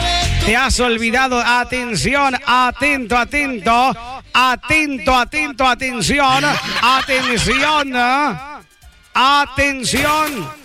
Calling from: General Roca, Río Negro, Argentina; de General Roca, gracias.

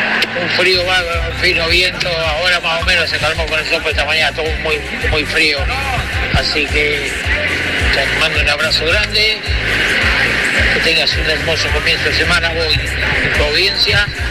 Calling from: Argentina; somos argentinos al pedo

